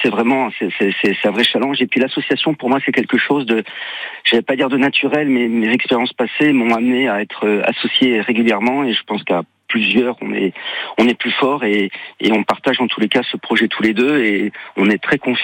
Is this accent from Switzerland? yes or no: no; Brittany, France; moved away as an adult; now in Périgord, France; Je suis pas un enfant du pays, je suis breton d'origine, mais voilà, je suis en Périgord depuis 30 ans.